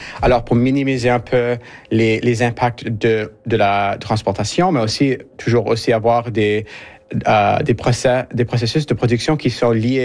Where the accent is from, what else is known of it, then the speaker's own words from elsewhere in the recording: Rustico, Prince Edward Island, Canada; also born or lived in British Columbia; Oui, alors je viens de l'île du Prince-Édouard, je viens de Rustico et j'ai commencé mes études à l'école francophone en Rustico Sud.